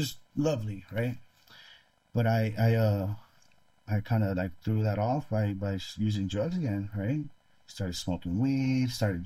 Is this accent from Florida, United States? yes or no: no; California, United States; I'm like, I'm not even from out here. I'm from Northern California.